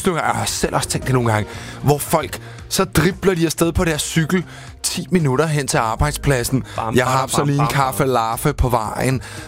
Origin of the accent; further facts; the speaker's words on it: Copenhagen, Capital Region of Denmark, Denmark; jeg født og opvokset ovenover en pornoforretning på det mørke Vesterbro i en sidegade lige ved Bagind, den skumle bagindgang til Københavns hovedbanegård.